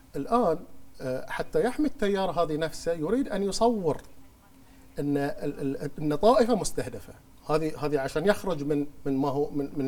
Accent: Bahrain; احنا بلد عربي مسلم

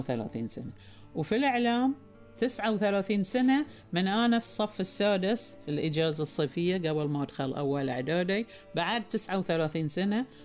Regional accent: Bahrain; تقول لها من ذا قالت هذه … أول مذيعة عندنا في البحرين

